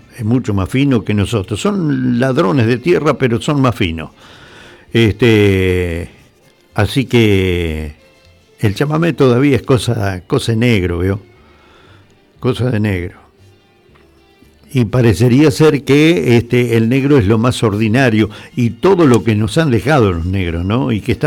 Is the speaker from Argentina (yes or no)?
yes; Argentina; Uno es argentino y no podemos diferenciar de uno de otro. Somos todos argentinos